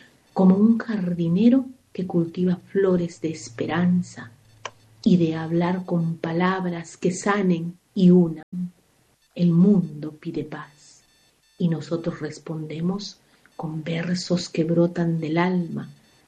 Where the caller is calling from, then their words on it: Arequipa, Peru; de Arequipa, Perú.